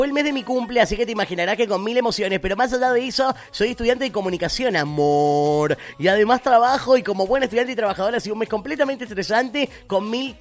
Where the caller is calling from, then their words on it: Maipú, Mendoza, Argentina; Hola, Chori … de Maipú, te escucho desde la panadería.